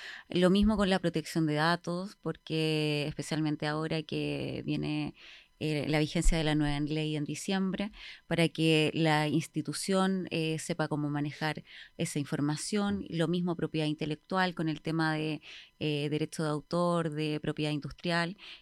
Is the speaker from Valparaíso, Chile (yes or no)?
yes; Valparaíso, Chile; moved away as an adult; now in southern Chile; Bueno, yo soy de Valparaíso. Nacida y criada en Valparaíso y después de la pandemia yo me vine al sur de aventura con ese sueño nortino me vine a buscar nuevos horizontes al